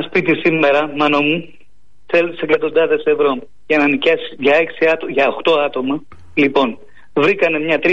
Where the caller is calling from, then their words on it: Greece; ντρέπουμε πιο πολύ που είμαι Έλληνας.